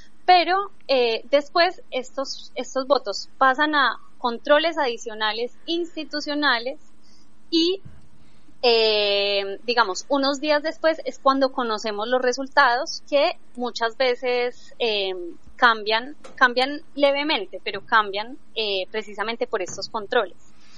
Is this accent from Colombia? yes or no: yes; Colombia; moved away as an adult; now in Argentina; a mí, por ejemplo, como colombiana, te cuento un dato. Me impresionó mucho cuando llegué acá a Argentina hace un año y medio